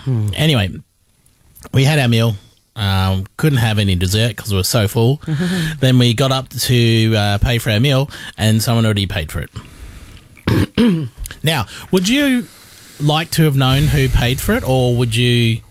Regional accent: Australia; I'm the Australian Oprah Winfrey.

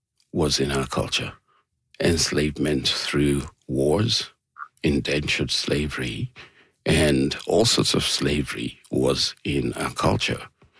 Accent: Nigeria; moved away; we had so many things that we didn't even know growing up in Nigeria because we were not interested.

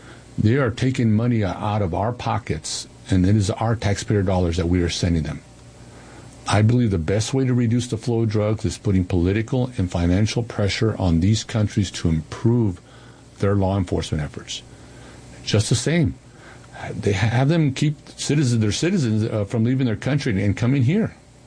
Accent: El Paso, Texas, United States; I was born and raised in El Paso. My parents and grandparents were also born in El Paso. So when I ask when I'm asked about my nationality, I tell people that I'm a full-blooded Texican.

